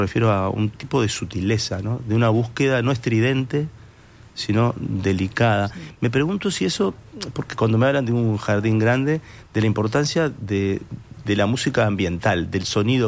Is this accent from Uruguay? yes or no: yes; Montevideo, Uruguay; born there; pero viví en Sayago, soy de Sayago